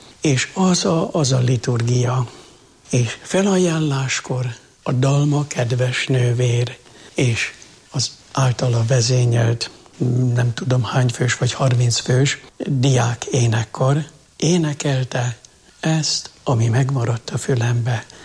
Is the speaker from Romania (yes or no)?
no; Jászárokszállás, Jász-Nagykun-Szolnok, Hungary; moved away; én tanyán nőttem föl. 18 éves koromig a jászság, jászárok szállás tanya világa.